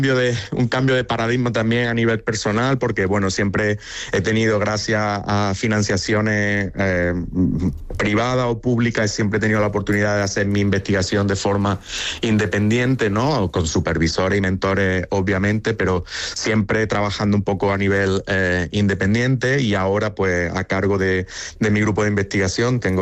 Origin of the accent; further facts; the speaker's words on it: Andalusia, Spain; moved away as an adult; yo siempre quise volver a casa, volver a mi tierra en Andalucía para convertirme en investigador profesional y bueno, desde agosto he podido hacerlo